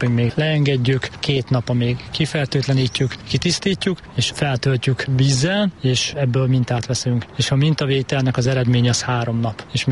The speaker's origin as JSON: {"language": "Hungarian", "region": "Békés", "country": "Hungary", "lives_now": "Debrecen, Hungary", "said": "Én Békés megyéből jöttem két éve párommal, úgyhogy én még nem olyan régóta élek Debrecenben."}